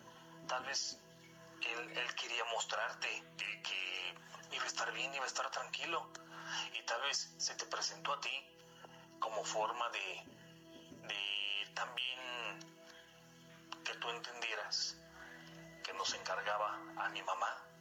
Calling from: Mexico City, Mexico; somos de aquí de la Ciudad de México

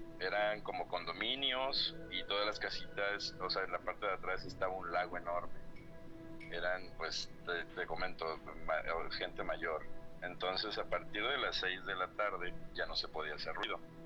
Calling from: Xalapa, Veracruz, Mexico; los escucho desde Jalapa, Veracruz.

